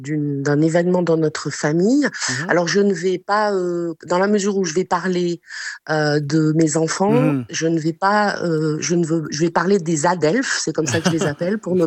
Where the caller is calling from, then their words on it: Switzerland; J'appelle de Suisse.